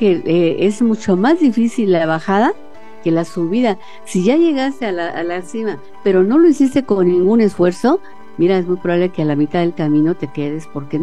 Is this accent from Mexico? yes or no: yes; Mexico; nos identifican como mexicanos